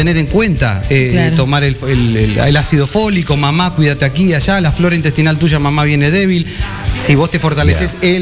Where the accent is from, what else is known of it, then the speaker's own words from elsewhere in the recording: Salto, Uruguay; also born or lived in Montevideo / Canelones; Sí, yo soy nacido y nacido en Montevideo, criado hasta los 12 años acá en Salto.